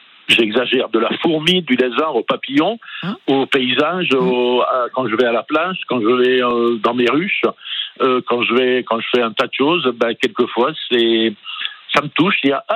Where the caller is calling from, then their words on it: Corsica, France; je suis en Corse